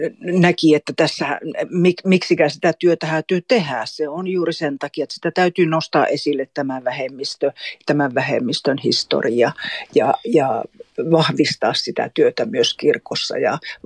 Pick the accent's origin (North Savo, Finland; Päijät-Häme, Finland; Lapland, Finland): Lapland, Finland; Kolari; born or raised there; now in Kaunisvaara, Sweden